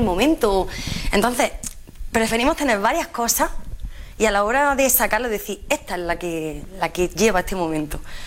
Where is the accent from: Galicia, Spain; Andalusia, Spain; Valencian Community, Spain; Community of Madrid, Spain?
Andalusia, Spain; Úbeda; moved away as an adult; mi pueblo, el Marmo, pueblo muy chiquito